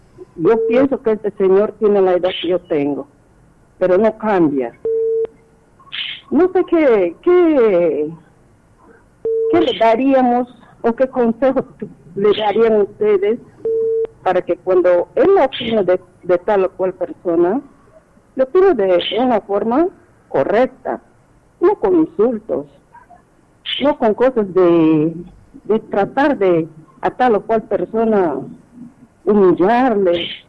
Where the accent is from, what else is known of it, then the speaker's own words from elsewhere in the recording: Yurimaguas, Loreto, Peru; now in Tarapoto, Peru; Hace muchos años yo vine de Yurimagua hasta Tarapoto.